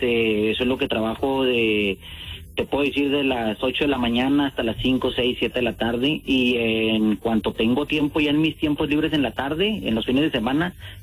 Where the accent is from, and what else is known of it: Ciudad Juárez, Chihuahua, Mexico; now in Arizona, United States